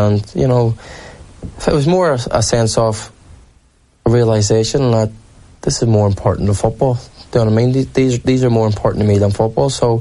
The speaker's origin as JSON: {"language": "English", "town": "Derry", "region": "Northern Ireland", "country": "United Kingdom", "tie": "born or raised there", "said": "Growing up in Derry as well, where like all my mates were drinkers from an early age"}